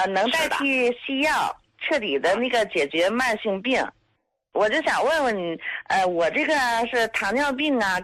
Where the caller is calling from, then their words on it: Heilongjiang, China; 我是黑龙江的患者，